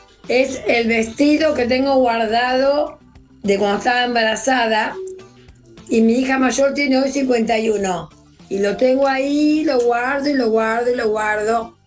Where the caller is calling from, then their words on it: Punta Alta, Buenos Aires Province, Argentina; Somos de Punta Alta.